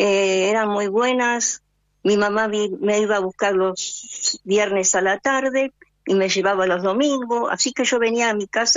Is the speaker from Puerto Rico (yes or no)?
no; San Fernando, Buenos Aires Province, Argentina; born there; also born or lived in Rosario del Tala, Entre Ríos; now in Pilar, Argentina; vivo en Pilar. Vivía en San Fernando cuando vine la primera vez, cuando era chiquita. Desde Entre Ríos, soy entrerriana.